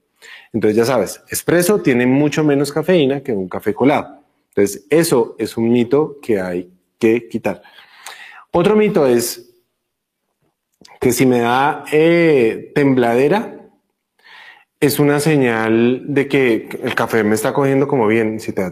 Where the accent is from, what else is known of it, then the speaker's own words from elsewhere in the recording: Colombia; como yo soy colombiano